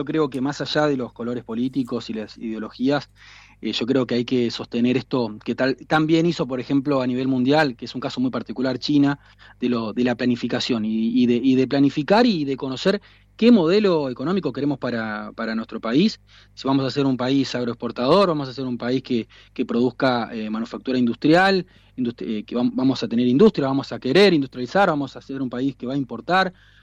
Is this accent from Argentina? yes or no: yes; Tierra del Fuego, Argentina; Yo soy nacido y criado en Tierra del Fuego, pero mis viejos vinieron del norte